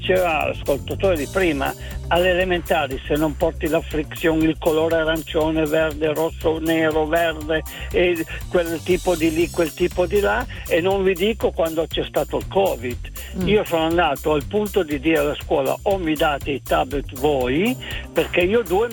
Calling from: Settimo Torinese, Piedmont, Italy; Settimo Torinese, provincia di Torino.

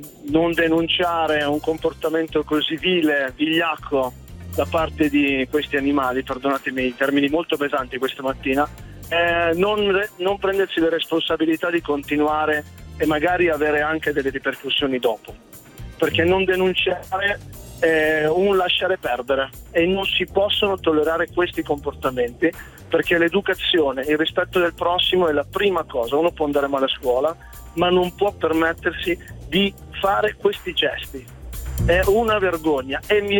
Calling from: Reggio Emilia, Emilia-Romagna, Italy; Io chiamo da Reggio Emilia, non molto lontano da Parma, siamo a due passi da lì.

